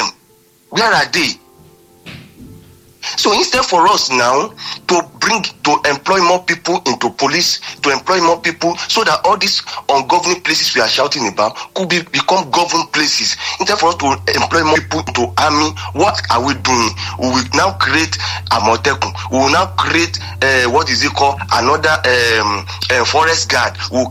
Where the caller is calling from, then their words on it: Abeokuta, Ogun, Nigeria; I live in Abeokuta, but I'm calling from Ireland presently.